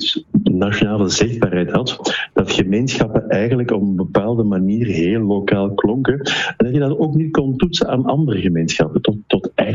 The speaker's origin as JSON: {"language": "Dutch", "region": "Flanders", "country": "Belgium", "accent": "Limburg accent, soft G", "said": "Nee, ik ben een Vlaamse Limburger eigenlijk. Ja. Maar ik heb al een tijdje in Nederland gewerkt en in mijn eigen land heeft Limburgs accent niet verschrikkelijk veel prestige."}